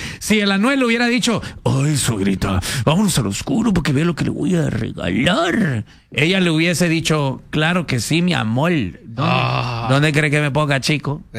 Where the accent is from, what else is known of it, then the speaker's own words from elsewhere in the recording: Ciudad Obregón, Sonora, Mexico; Sí, la boda fue en una casa allá en Obregón, Sonora, de donde soy yo.